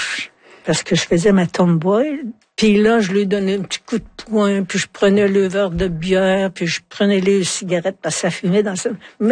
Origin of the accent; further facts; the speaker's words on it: Quebec, Canada; now in Montreal, Canada; chez nous, en Abitibi, on est proche des gens. T'sais. Quand je suis arrivée à Montréal